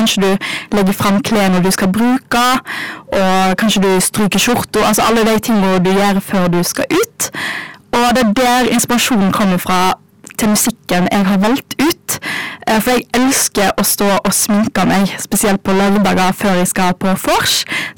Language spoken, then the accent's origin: Norwegian; Bømlo, Vestland, Norway; Og det også basert på et gammelt uttrykk som mye brukt på Bømlo der jeg kommer fra, som å fjellga seg.